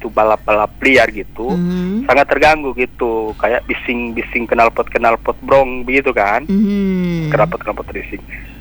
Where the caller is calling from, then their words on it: Makassar, South Sulawesi, Indonesia; Mungkin itu aja dulu dari saya, dari Makassar ya.